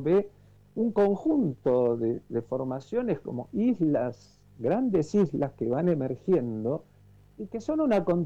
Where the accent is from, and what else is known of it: Argentina